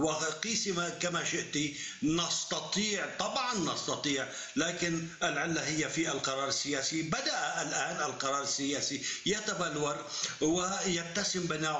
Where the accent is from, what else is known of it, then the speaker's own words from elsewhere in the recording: Lebanon; نحن كلبنانيين